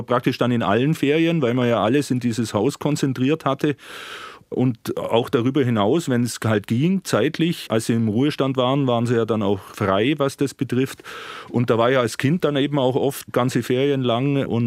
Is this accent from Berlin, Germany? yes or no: no; Günzburg, Bavaria, Germany; born there; Geboren bin ich in Günzburg